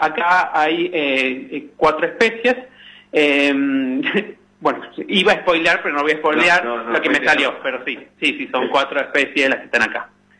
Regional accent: Tucumán, Argentina; por lo menos en el norte, no dije, pero yo soy de Tucumán

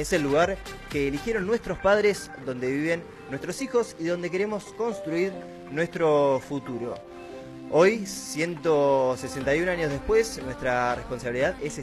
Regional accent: Rawson, Chubut, Argentina; also born or lived in Mar del Plata / La Plata; siempre uno que se crió acá, yo no soy por ejemplo de Rawson, no soy nacido en Rawson, pero sí criado, nacido en Mar del Plata, pero criado aquí en la ciudad capital de Chubut.

